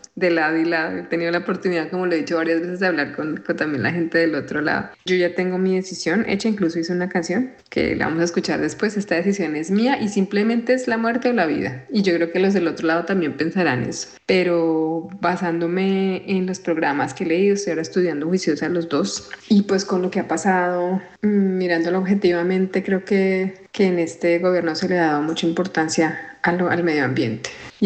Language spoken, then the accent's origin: Spanish; Colombia; Y a nosotros como colombianos